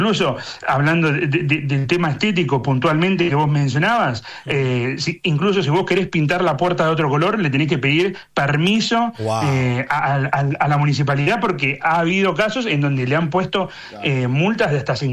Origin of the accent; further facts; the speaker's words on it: Argentina; now in United Kingdom; saben que sos argentino